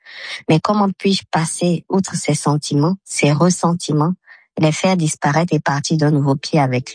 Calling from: Bamako, Mali; je vous appelle depuis Bamako. J'ai 39 ans

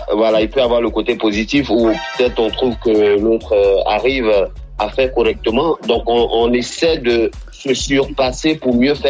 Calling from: Abidjan, Côte d’Ivoire; Je viens d'Abidjan.

